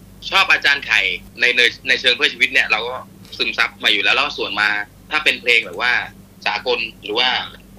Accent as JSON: {"language": "Thai", "region": "Southern Thailand", "country": "Thailand", "said": "ก็ด้วยความเป็นคนใต้พี่ผมเป็นเด็กใต้"}